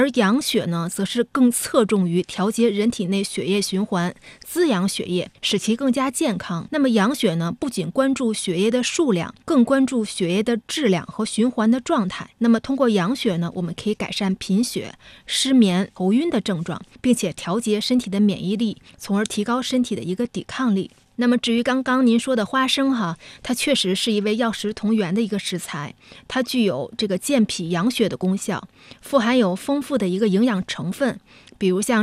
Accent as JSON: {"language": "Chinese", "region": "southern China", "country": "China", "said": "因为我是南方人，在我们家里呢就会把它叫成酱"}